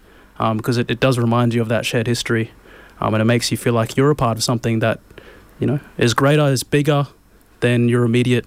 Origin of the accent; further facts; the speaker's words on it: Brisbane, Queensland, Australia; growing up in Inala